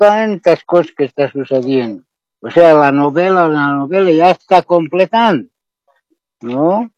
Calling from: Punata, Cochabamba, Bolivia; yo hablo de aquí, del Valle Alto, de Punata.

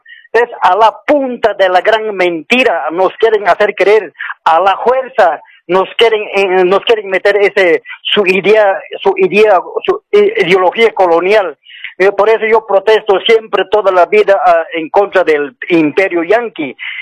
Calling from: Cochabamba, Bolivia; Estoy llamando del departamento de Cochabamba.

